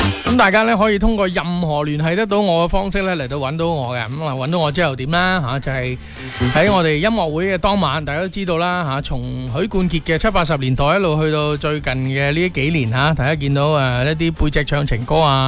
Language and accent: Cantonese; Guangdong, China; 我哋中国人啦，或者系讲紧我哋尤其广东人